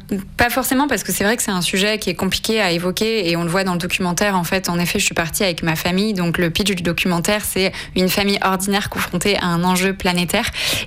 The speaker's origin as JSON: {"language": "French", "region": "Auvergne-Rhône-Alpes", "country": "France", "moved": "as an adult", "lives_now": "Paris, France", "said": "je viens d'une famille de sportifs à la montagne, donc je viens du Vercors, c'est au-dessus de Grenoble"}